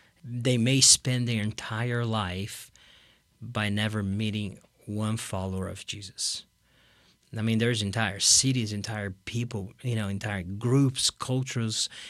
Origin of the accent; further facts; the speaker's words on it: Brazil; Well, I grew up in Brazil. As a Brazilian, you hear about Christ, you have the big Christ in Rio